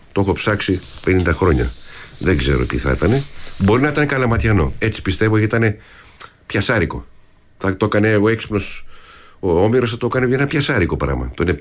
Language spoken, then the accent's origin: Greek; Athens, Attica, Greece; Και έμαθα ότι είμαστε μουσικοί από την Αθήνα και ότι παίζουμε λαϊκά με μπουζούκια, με μπαγλαμάδες κτλ.